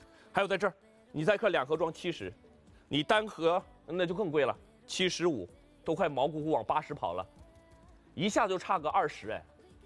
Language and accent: Chinese; Heilongjiang, China; 所以不是说因为东北我黑龙江离那儿近